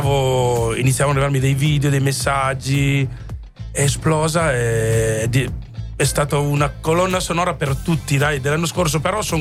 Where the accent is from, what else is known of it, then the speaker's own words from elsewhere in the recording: Tortona, Piedmont, Italy; io sono piemontese di Tortona, provincia di Alessandria